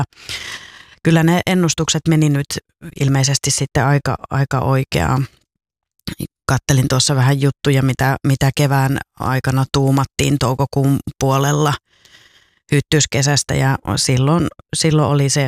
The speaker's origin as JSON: {"language": "Finnish", "region": "North Ostrobothnia", "country": "Finland", "said": "No mä oon Pohjois-Pohjanmaalta itse kotoisin, niin se on sääski."}